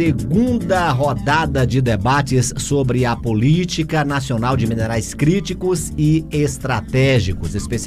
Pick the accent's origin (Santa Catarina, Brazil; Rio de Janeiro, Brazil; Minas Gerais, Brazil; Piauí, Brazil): Piauí, Brazil; born there; also born or lived in Recife; now in Brasília, Brazil; Nasci no Piauí, aí fui pra Recife e agora tô em Brasília